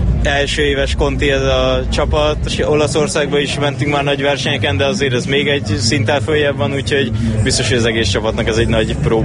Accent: Hungary; így magyarként

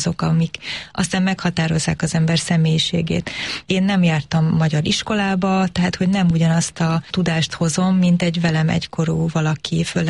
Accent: Canada; born or raised there; first language English; Hungarian is a second language; moved away as an adult; now in Hungary

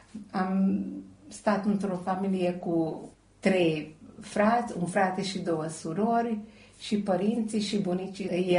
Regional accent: Gyula, Békés, Hungary; also born or lived in Méhkerék; Și după aia ne-am mutat la Giulă și aici am petrecut majoritatea anilor. Și copilăria și școlile le-am făcut aici, în orașul Giulă.

